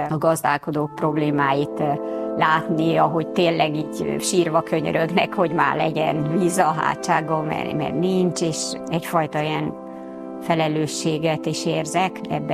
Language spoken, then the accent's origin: Hungarian; Great Hungarian Plain, Hungary; Én is vidéken nőttem fel az Alföldön.